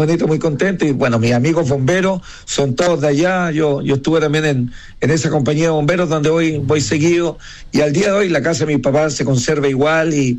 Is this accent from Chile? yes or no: yes; Santiago, Santiago Metropolitan Region, Chile; yo me crié ahí en cerca de la población Yarur, donde hoy día está Machaza, donde está Chilevisión. Es un barrio muy, un casco antiguo de Santiago que es muy, muy bonito, y que al día de hoy, bueno, mis papás son de allá